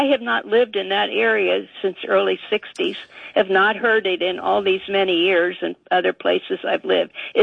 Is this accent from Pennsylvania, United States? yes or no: no; Covington, Kentucky, United States; moved away as an adult; now in Alexandria, Virginia, United States; I was a child during World War II. I grew up in Covington, Kentucky, which you probably know is across the river from Cincinnati, very German area.